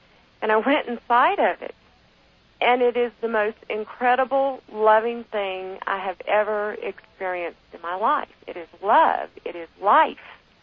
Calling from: Santa Fe, New Mexico, United States; I'm calling from Santa Fe, New Mexico.

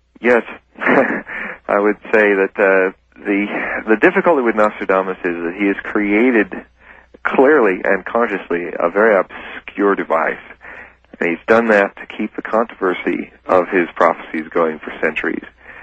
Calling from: Memphis, Tennessee, United States

